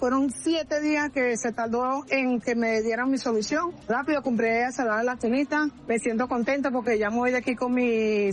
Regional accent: La Guaira, Venezuela; Soy nacida y creada aquí en La Guaira, y como dicen, de La Guaira no me voy.

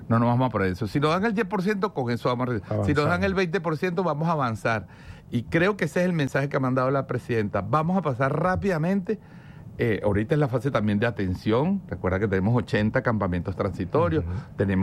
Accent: Venezuela

